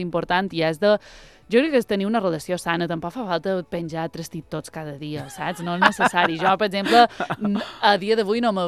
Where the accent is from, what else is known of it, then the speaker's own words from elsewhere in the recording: Petra, Balearic Islands, Spain; Mira que sóc de Petra i la verbena de Petra és bona.